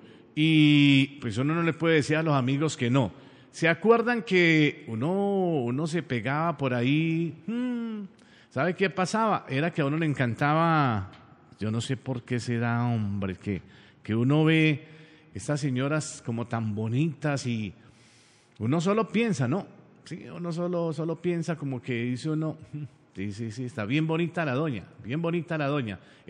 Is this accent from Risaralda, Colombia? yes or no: yes; Pereira, Risaralda, Colombia; con ese orgullo, ese amor, como somos los pereiranos